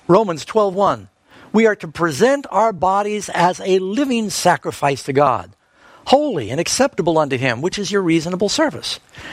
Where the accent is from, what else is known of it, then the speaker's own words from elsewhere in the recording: New York City, New York, United States; We'd wake up in the morning, and my brother and I, growing up in New York City, we'd kind of get ourselves breakfast